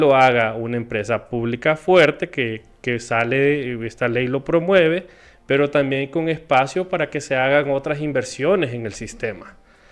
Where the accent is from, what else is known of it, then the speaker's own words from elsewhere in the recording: Honduras; mi invitación a la bancada de Libre como hondureño